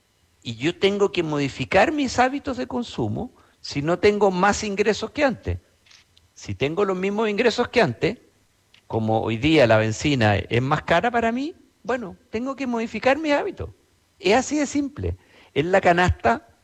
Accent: Chile; Si nosotros hoy día hemos transferido como chilenos, 2.500 millones de dólares más

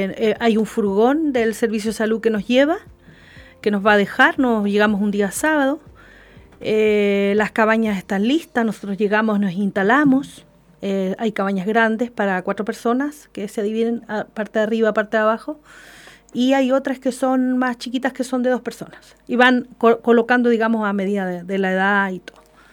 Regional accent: Puerto Montt, Los Lagos, Chile; Yo soy de Puerto Montt, sí.

